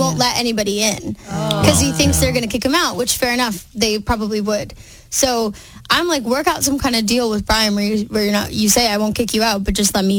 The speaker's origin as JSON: {"language": "English", "region": "New York", "country": "United States", "accent": "New York", "said": "I don't know. I'm from New York. It's fine."}